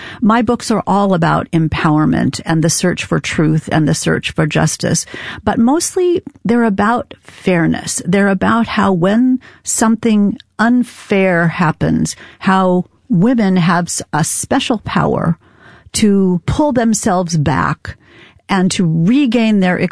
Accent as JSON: {"language": "English", "region": "Indiana", "country": "United States", "tie": "born or raised there", "lives_now": "Boston, United States", "said": "I grew up in Indiana, in really rural Indiana."}